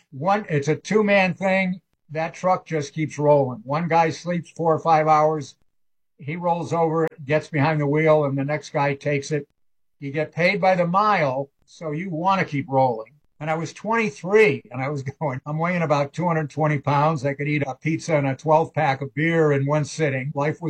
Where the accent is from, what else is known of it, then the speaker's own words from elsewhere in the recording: East Hartford, Connecticut, United States; Well, I grew up in East Hartford. My dad worked at Pratt & Whitney, and like everybody in East Hartford did.